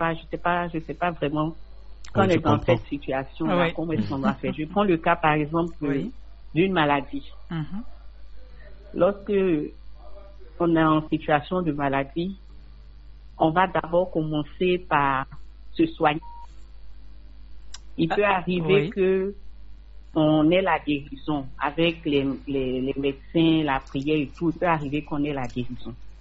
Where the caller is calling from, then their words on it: Bingerville, Abidjan, Côte d’Ivoire; De Belgerville.